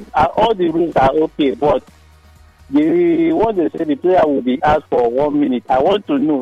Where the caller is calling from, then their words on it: London, United Kingdom; I'm calling you from London.